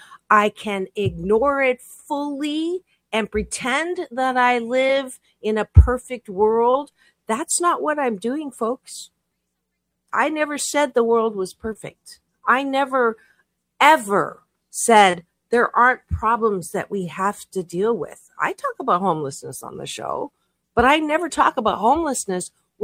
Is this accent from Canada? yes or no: yes; Canada; born there; I was born in Canada